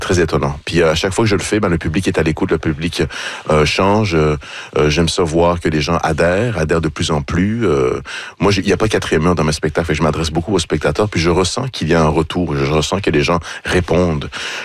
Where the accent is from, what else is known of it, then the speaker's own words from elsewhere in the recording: Iran; moved away; Moi, je pensais qu'on a quitté l'Iran comme tout le monde, c'est-à-dire comme beaucoup de gens. Il y a eu la guerre, il y a eu la révolution, il y a eu énormément d'exil.